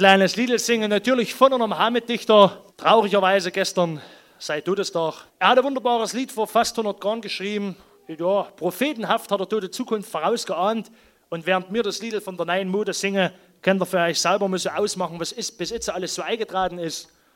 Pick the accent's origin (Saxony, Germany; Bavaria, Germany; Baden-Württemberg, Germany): Saxony, Germany; Thum; Also wir kommen ja nur aus der Haupt- und Weltstadt Thun im Erzgebirge, werden nicht umsonst die heimliche Hauptstadt des Erzgebirges genannt.